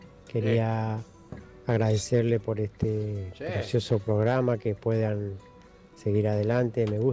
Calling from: Salta, Argentina; Bien salteño.

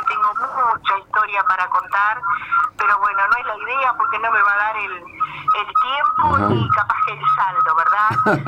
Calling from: Melo, Cerro Largo, Uruguay; Desde acá de Melo

